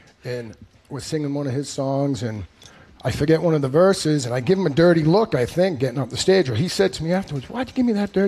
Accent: Quincy, Massachusetts, United States; I'm from Boston, Massachusetts. Well, Quincy, actually. So technically, I'm a townie, but a townie from Quincy, and I was kind of snooty, right?

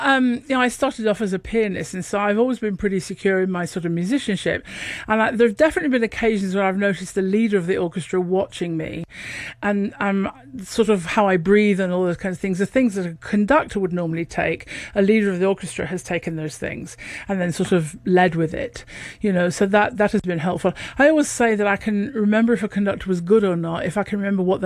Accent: Lincoln, East Midlands, United Kingdom; accent: a bit of Yorkshire; And I come from Lincoln, which is in about 120 miles north of London. So I have a bit of Yorkshire, but it's definitely north.

